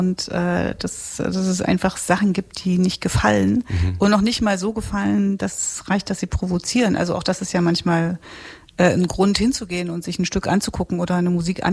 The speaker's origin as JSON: {"language": "German", "region": "Thuringia", "country": "Germany", "tie": "born or raised there", "said": "Also ich habe ganz lange für den Erhalt der Theater in den 90ern gekämpft in meinem Heimatland Thüringen, weil da irgendwie, wir haben quasi auf jedem Hügel ein Theater"}